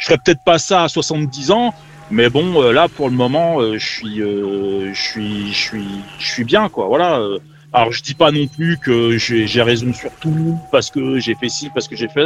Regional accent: France; moved away as an adult; now in Quebec, Canada; Moi après je suis français avant tout

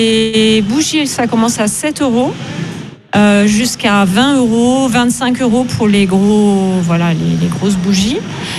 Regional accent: Montpellier, Occitanie, France; je suis Montpelliéraine

